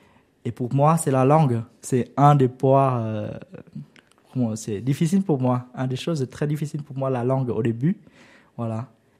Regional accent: Vietnam; French is a second language; moved away as an adult; now in France; le jour que je quittais au Vietnam

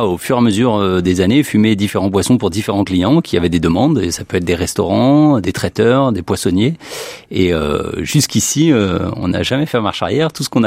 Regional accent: Auvergne-Rhône-Alpes, France; Donc on est de la Dombe, on aime le poisson, on a été bercé avec

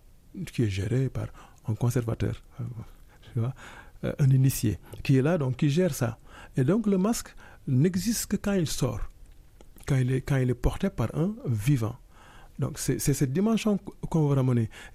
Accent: Senegal; Là, je ne parle pas en tant que Sénégalais ou en tant qu'Afranco-Sénégalais, je parle juste en tant qu'humain

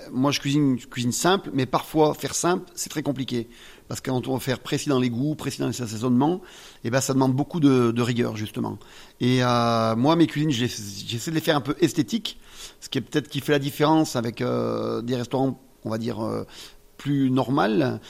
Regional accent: Saint-Étienne, Auvergne-Rhône-Alpes, France; moi je suis stéphanois.

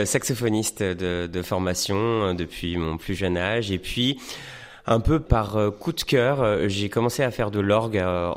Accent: Romorantin-Lanthenay, Centre-Val de Loire, France; je viens de Romorantin, en région centre.

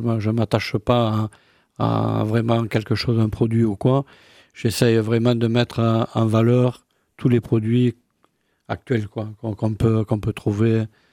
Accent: Narbonne, Occitanie, France; moved away; C'est Narbonne, en fait.

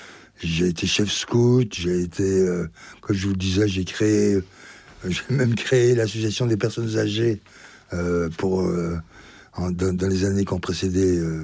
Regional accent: Belley, Auvergne-Rhône-Alpes, France; je suis chez moi à Belley

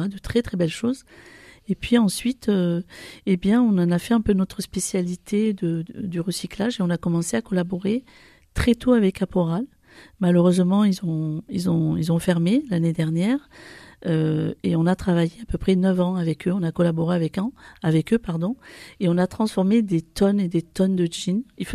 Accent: Avignon, Provence-Alpes-Côte d'Azur, France; moved away as an adult; now in Marseille, France; je suis originaire d'Avignon, et sur Avignon, j'ai travaillé une trentaine d'années en mission locale.

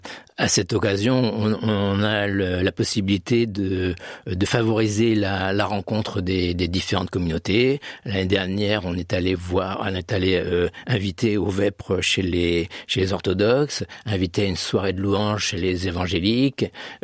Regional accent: La Rochelle, Nouvelle-Aquitaine, France; Je suis d'origine de La Rochelle, où une des branches de ma famille était protestante.

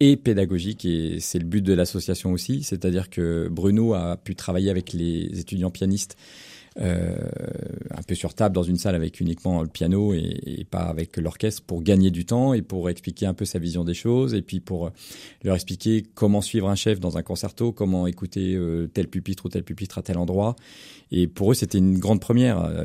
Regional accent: France; now in Angers, France; nous en tant que Français

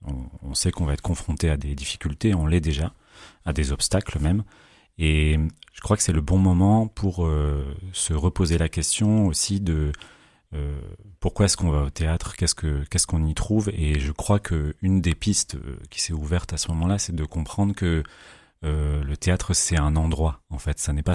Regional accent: Lille, Hauts-de-France, France; Moi, je vis à Lille depuis toujours, pour ne pas le cacher, j'habite même à 5 minutes à pied de ce théâtre-là

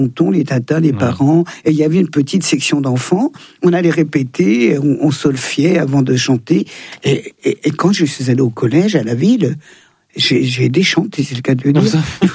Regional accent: Thonon-les-Bains, Auvergne-Rhône-Alpes, France; born there; Je suis née à Thonon.

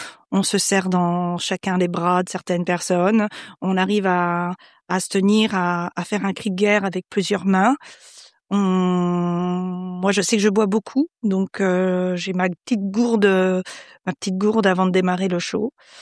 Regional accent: Grand Est, France

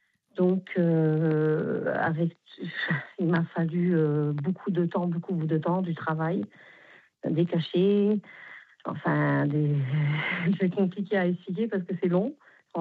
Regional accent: Grand Est, France; now in Arles, France; Moi, je suis Lorraine, mais j'ai atterri à Arles.

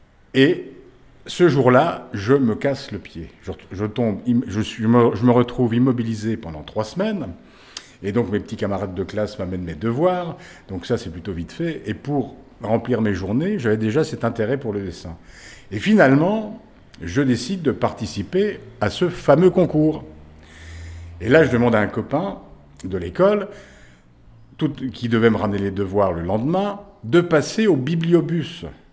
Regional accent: Château-Regnault, Grand Est, France; also born or lived in Charleville; Je suis né à Charleville et j'ai poussé à Château-Regnault, où aussi il y a un site majeur.

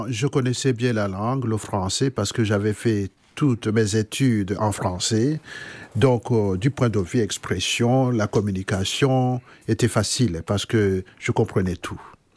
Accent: Rwanda; first language Kinyarwanda; French is a second language; moved away as an adult; now in Belgium; je ne suis pas congolais, je suis rwandais.

